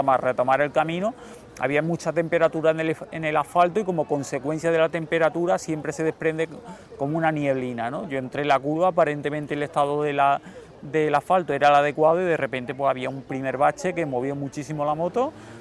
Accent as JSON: {"language": "Spanish", "town": "Bujalance", "region": "Andalusia", "country": "Spain", "tie": "born or raised there", "also_born_or_lived": "Granada", "moved": "as an adult", "said": "estaba en Bujalance. A partir de los 18 años yo ya me marché de Bujalance. Me marché para Granada, terminé allí los estudios de ciencias del deporte y desde entonces yo, o sea, no vivo en Bujalance. Ya me marché después de Granada para acá"}